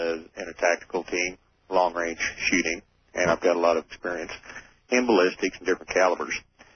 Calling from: Kansas, United States; I'm from Kansas.

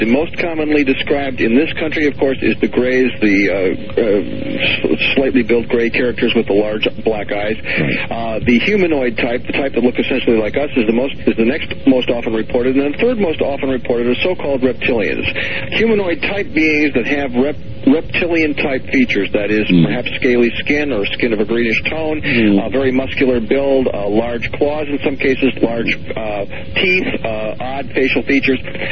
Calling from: Portland, United States; in Portland.

